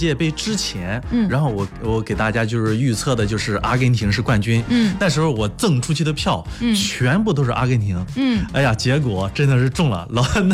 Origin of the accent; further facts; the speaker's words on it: Shangqiu, Henan, China; 好的，大家好，我是来自河南商丘